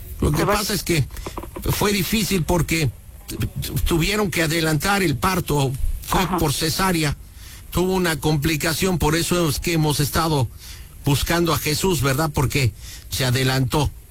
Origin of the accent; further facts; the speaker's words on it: Chimalhuacán, State of Mexico, Mexico; Yo soy acá de Chimalhuacán.